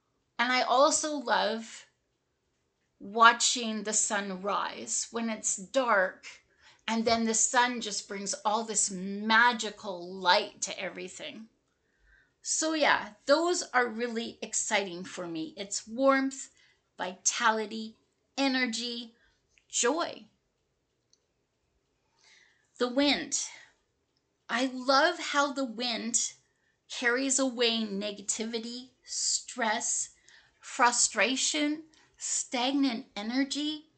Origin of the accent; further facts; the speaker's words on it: Fraser Valley, British Columbia, Canada; I grew up in the Fraser Valley of British Columbia.